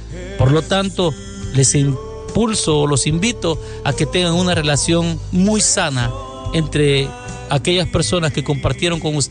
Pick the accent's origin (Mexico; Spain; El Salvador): El Salvador; now in United States; yo soy del Salvador, vivo aquí en Estados Unidos